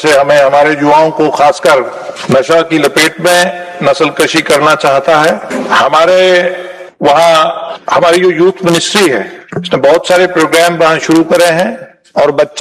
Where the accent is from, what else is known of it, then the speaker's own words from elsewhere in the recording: Jammu and Kashmir, India; मैं जम्मू कश्मीर से आता हूँ